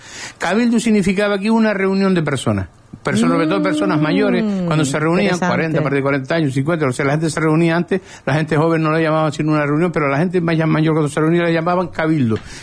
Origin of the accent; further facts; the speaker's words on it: Lanzarote, Canary Islands, Spain; Nosotros tenemos muchísima influencia del portugués en Lanzarote y muchísima influencia del tema marinero.